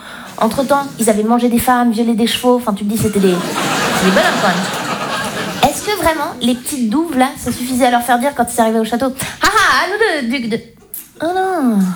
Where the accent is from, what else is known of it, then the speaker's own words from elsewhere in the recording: Romandy, Switzerland; Ce qui est intéressant, c'est que donc moi je viens de Suisse romande, chez moi on parle français, mais en même temps on n'a pas la même psychologie que les Français.